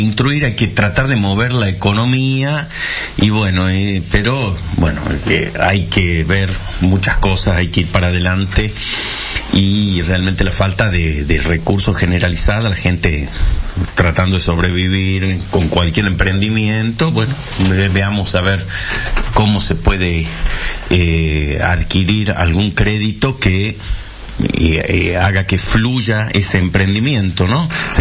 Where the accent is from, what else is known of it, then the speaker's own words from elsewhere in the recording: Argentina; Y bueno, lamentablemente el paquete somos todos los argentinos, ¿no? Que estamos adentro de este país que crece la pobreza y crece.